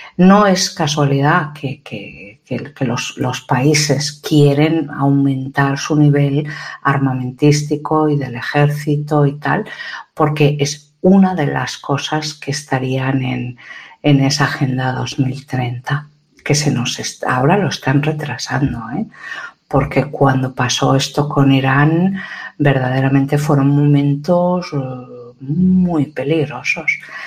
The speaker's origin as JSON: {"language": "Spanish", "country": "Ukraine", "said": "Por lo menos en mi país de Ucrania, pues básicamente no se dice nada"}